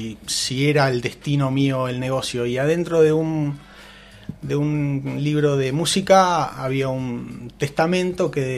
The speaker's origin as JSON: {"language": "Spanish", "country": "Italy", "said": "Bueno, viste, yo soy italiano, los Tano hacemos laburar hasta las piedras."}